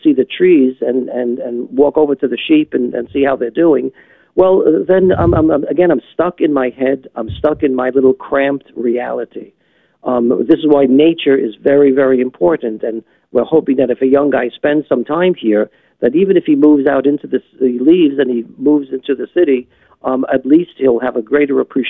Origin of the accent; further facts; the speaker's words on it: New York City, New York, United States; moved away; I'm a city slicker. I'm from Brooklyn